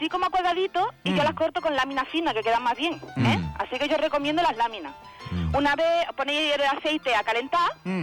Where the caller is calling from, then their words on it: Badalona, Catalonia, Spain; Yo en Pomar.